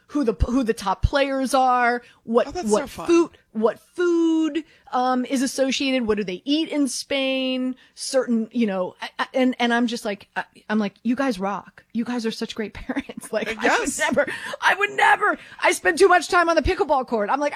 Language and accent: English; Miami, Florida, United States; Well, I'm born and raised in Miami.